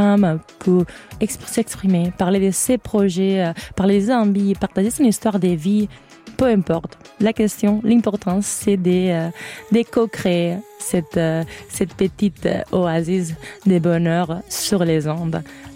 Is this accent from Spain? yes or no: yes; Valencia, Valencian Community, Spain; moved away; Moi, je viens de Valence.